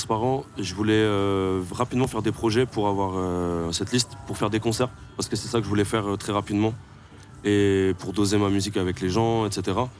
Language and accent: French; Metz, Grand Est, France; Moi, je suis un mec de Metz. On est frontalier avec la Belgique. On vient de Bassin-Minier tous les deux. On est blanc, on vient d'une classe sociale moyenne